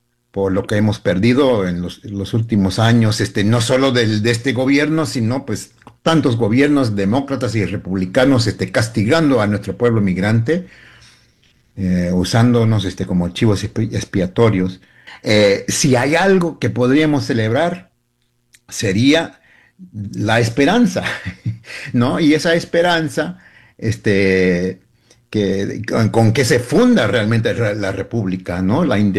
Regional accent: El Salvador; also born or lived in Mexico; Yo soy salvadoreño mexicano.

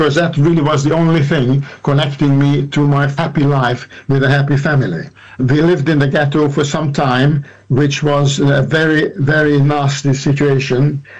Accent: Budapest, Hungary; I was born in April 1937 in Budapest, Hungary, into a well-to-do Jewish family, and we lived a comfortable and peaceful life.

